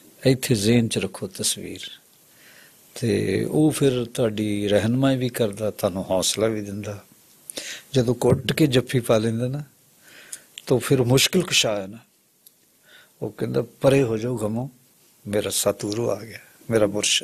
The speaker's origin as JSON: {"language": "Punjabi", "town": "Shafipur", "region": "Punjab", "country": "India", "tie": "born there", "said": "ਉਹ ਸਾਈਂ ਜੀ ਕਹਿੰਦੇ ਉਹ ਕਿਹੜਾ ਪਿੰਡ ਆ, ਮੈਂ ਕਿਹਾ ਸ਼ਫੀਪੁਰ"}